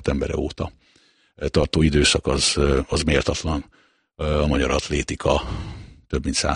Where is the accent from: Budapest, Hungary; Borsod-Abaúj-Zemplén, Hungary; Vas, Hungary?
Budapest, Hungary; born there; én kis túlzással a Tüzér utcai távolugró gödörbe születtem, mert ugye anyu ott tartott edzés, és talán onnan is mentek a szülészetre, hogyha minden igaz, még 1970-ben.